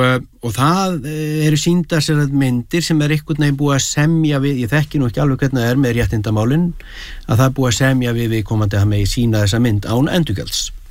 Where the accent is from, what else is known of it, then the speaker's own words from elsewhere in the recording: Bíldudalur, Westfjords, Iceland; ég ólst upp á Bíldudal og það voru bíósýningar tvisar í viku sko.